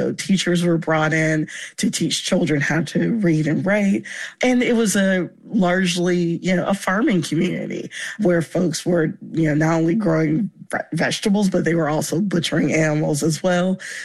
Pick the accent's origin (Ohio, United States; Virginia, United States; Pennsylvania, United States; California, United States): Virginia, United States; Yeah, so I did not grow up knowing about Miss Lewis, even though I grew up in Virginia.